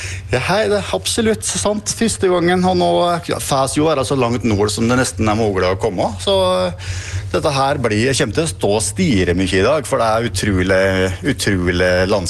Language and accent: Norwegian; Innlandet, Norway; jeg er fra Gudbrandsdal